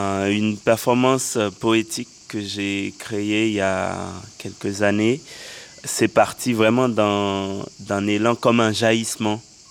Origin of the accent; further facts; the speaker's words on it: Port-au-Prince, Ouest, Haiti; le contexte où j'ai grandi en Haïti